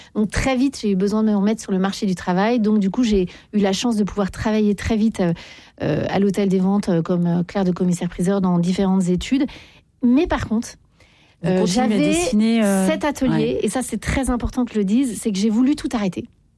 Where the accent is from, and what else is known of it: Paris, Île-de-France, France